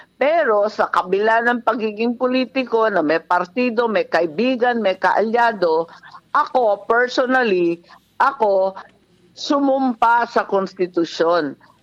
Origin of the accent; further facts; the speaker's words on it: Ilocos Region, Philippines; Ang lapit sa Ilocos, mas malapit ang Kaohsiung kaysa sa Manila sa amin sa Ilocos.